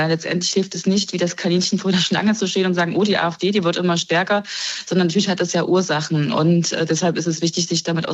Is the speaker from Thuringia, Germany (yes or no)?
yes; Thuringia, Germany; ich komme aus Thüringen, da kann ich da vieles berichten